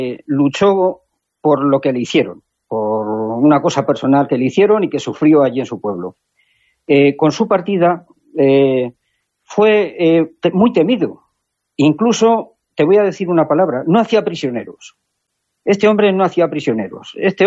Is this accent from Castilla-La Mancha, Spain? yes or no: yes; Villafranca, Castilla-La Mancha, Spain; en concreto en mi pueblo, en Villafranca